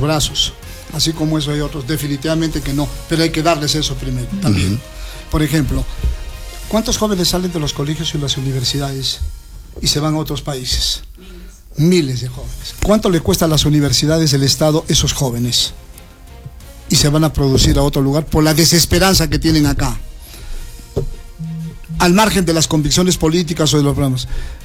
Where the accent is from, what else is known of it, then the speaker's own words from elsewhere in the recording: Arequipa, Peru; yo les garantizo como arequipeño